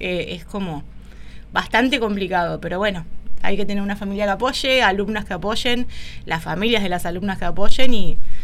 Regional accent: General Rodríguez, Buenos Aires Province, Argentina; soy neta de acá de Rodríguez porque empecé de muy chiquita en Alem.

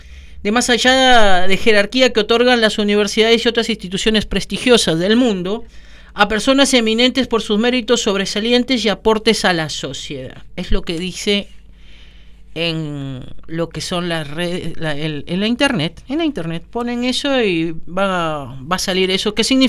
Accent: Argentina; Sí, soy argentino. Tengo nacionalidad argentina.

